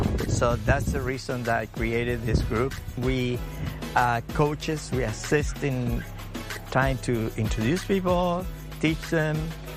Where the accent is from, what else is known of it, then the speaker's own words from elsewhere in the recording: Chile; I grew up in Chile, in South America, where we have the 2,000 miles coastline. For me, it became a sort of a passion for the Pacific Ocean.